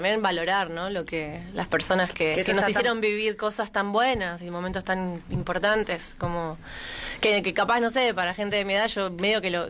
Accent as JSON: {"language": "Spanish", "town": "Lomas de Zamora", "region": "Buenos Aires Province", "country": "Argentina", "said": "Vengo de Loma de Zamora"}